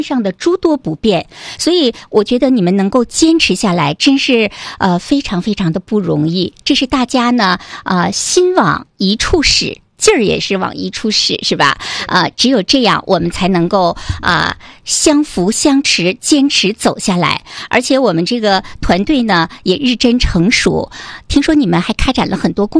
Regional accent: Changchun, Jilin, China; born there; 作为长春人，我觉得生在这块土地上，我们会感觉非常的幸福

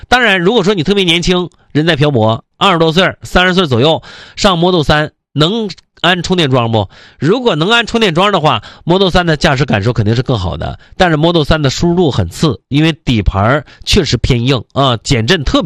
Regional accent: Jilin, China; 咱吉林省去年6月25号置换补贴结束的

